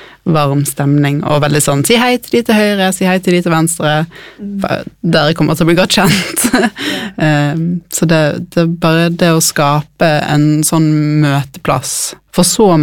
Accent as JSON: {"language": "Norwegian", "town": "Bergen", "region": "Vestland", "country": "Norway", "accent": "Bergen dialect", "moved": "yes", "lives_now": "Oslo, Norway", "said": "Dere hører jo på dialekten min, jeg er fra Bergen."}